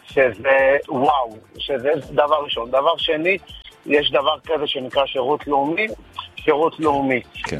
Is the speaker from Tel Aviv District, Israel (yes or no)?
no; Jerusalem, Jerusalem District, Israel